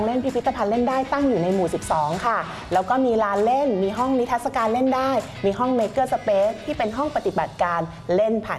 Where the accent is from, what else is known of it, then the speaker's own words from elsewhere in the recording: Bangkok, Thailand; นะคะเกิดและเติบโตในกรุงเทพเนาะบ้านก็เป็นบ้านตึกแถวแล้วก็ชอบเล่นมากๆเลย